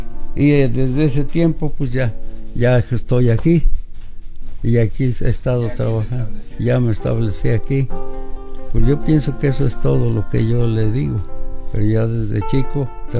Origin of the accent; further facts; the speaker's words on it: Casochitlán, Hidalgo, Mexico; moved away; Y vine de, no soy de aquí, soy de Casochitlán, Hidalgo.